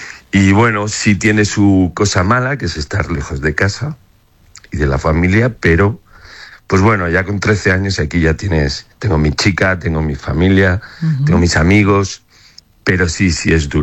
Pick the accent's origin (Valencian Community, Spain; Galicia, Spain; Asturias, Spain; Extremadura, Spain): Valencian Community, Spain; Elche; now in Mexico City, Mexico; yo sí tengo claro que quiero morir en Elche.